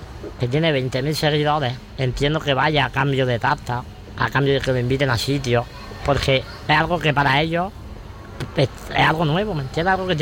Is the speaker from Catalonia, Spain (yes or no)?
no; Almería, Andalusia, Spain; porque vivo aquí. Soy de Almería.